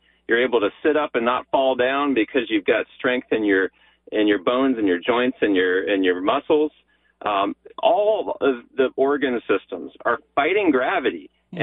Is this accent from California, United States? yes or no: yes; Los Angeles, California, United States; Yeah, you know, I'm born and raised in Los Angeles, and actually I'm third generation Los Angelino.